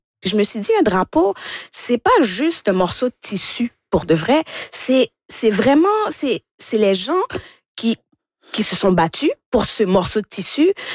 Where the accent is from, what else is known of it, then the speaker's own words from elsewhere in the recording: Longueuil, Quebec, Canada; Je suis de Longueuil.